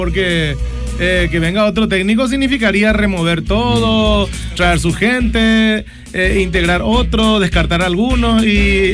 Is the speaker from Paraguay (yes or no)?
yes; Paraguay; somos los paraguayos